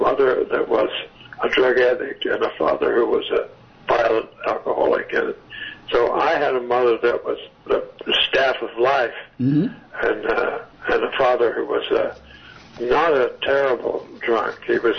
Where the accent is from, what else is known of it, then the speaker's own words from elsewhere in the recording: Fort Smith, Arkansas, United States; I am from Arkansas, and Mark was from Deep South of Mississippi, Greenwood, and I was from Fort Smith, Arkansas, and Arkansas is also very, very southern